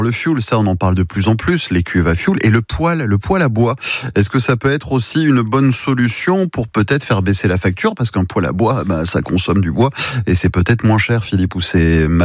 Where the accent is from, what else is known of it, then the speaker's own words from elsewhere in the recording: Mayenne, Pays de la Loire, France; chez nous en Mayenne